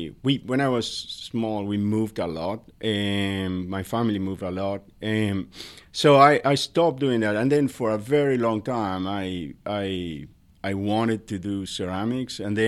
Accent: Patagonia, Argentina; moved away; My family, we are from Argentina. My daughters were born there too. And we are from the southern part of the country, from Patagonia.

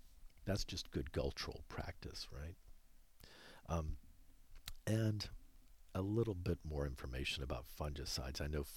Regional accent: Houston, Texas, United States; moved away; I grew up in Houston.

